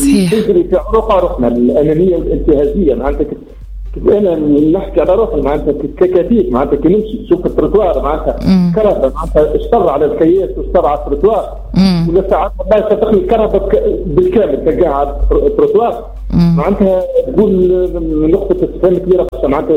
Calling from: Sahel, Tunisia

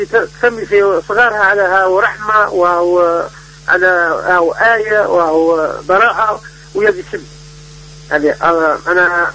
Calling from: Ben Gardane, Medenine, Tunisia; من بن جرزان.

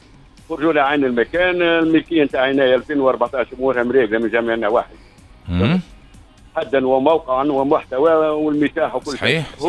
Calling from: Jendouba, Jendouba Governorate, Tunisia

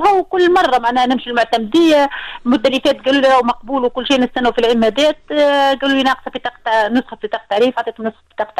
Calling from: Kalaat Senan, Kef Governorate, Tunisia; من قلعه اسناء.

